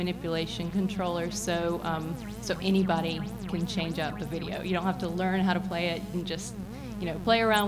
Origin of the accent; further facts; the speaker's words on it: Griffin, Georgia, United States; Yeah, we're from Griffin, Georgia.